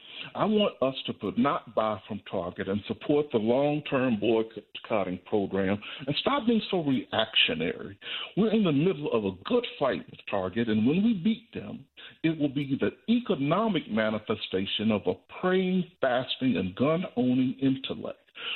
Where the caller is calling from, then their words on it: Georgia, United States; I'm calling from Georgia